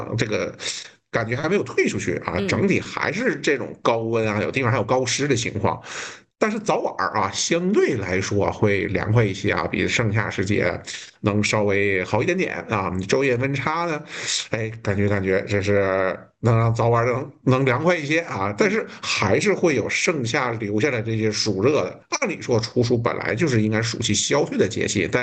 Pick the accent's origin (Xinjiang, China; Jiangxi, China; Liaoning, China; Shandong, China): Liaoning, China; Shenyang; 作为一个东北人，作为一个沈阳人